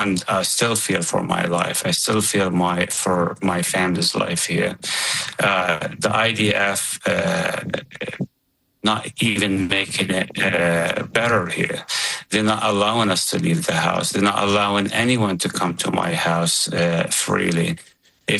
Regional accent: Qusra, West Bank, Palestine; now in United States; I was born and raised in Qusra. My mother, 83 years old, is still in Qusra.

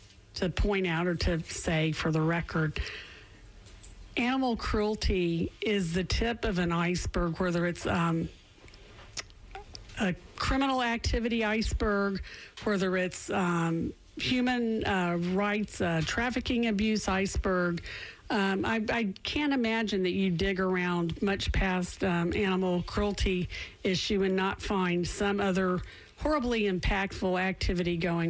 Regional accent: the South, United States; Well, I'm from the South, so amen is how you use the right terminology for that.

